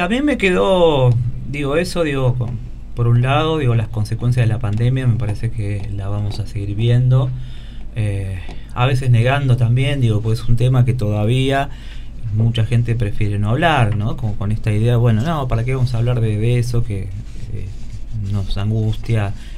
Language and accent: Spanish; Argentina